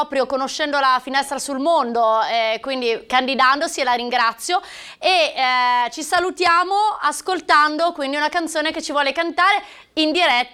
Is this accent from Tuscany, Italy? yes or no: no; Genoa, Liguria, Italy; Siamo genovesi